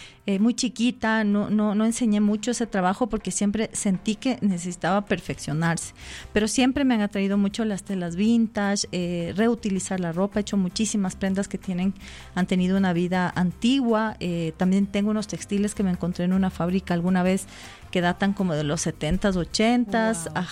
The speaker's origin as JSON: {"language": "Spanish", "region": "Andes", "country": "Ecuador", "said": "estas piezas con las que hemos crecido todos los ecuatorianos y la gente andina"}